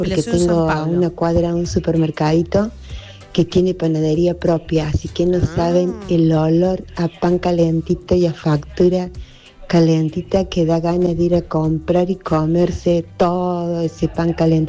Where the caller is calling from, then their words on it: Córdoba, Argentina; les habla desde Barrio Ampliación San Pablo.